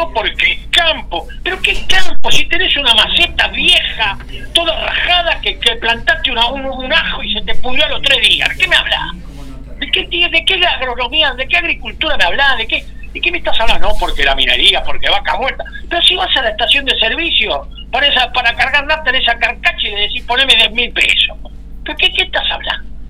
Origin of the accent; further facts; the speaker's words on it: Argentina; nosotros somos resilientes porque somos argentinos